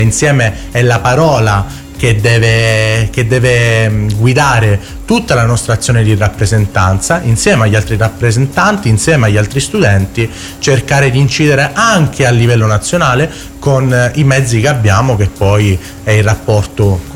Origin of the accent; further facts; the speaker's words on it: Reggio Calabria, Calabria, Italy